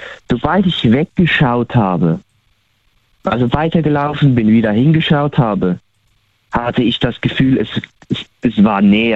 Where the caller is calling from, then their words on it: Switzerland; Schweiz, genau, ja.